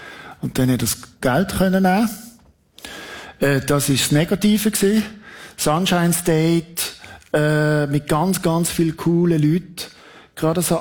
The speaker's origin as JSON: {"language": "German", "country": "Switzerland", "said": "schau, ich bin Schweizer, ich bin neutral"}